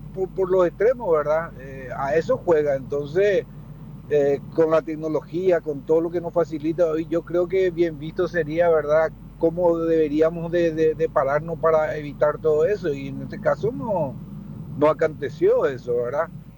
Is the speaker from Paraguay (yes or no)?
yes; Paraguay; nosotros como paraguayos